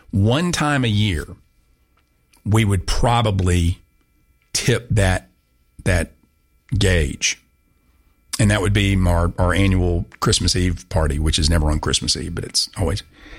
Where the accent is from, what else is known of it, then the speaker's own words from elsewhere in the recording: Augusta, United States; born there; When my parents moved back to Augusta, I was born in January 65.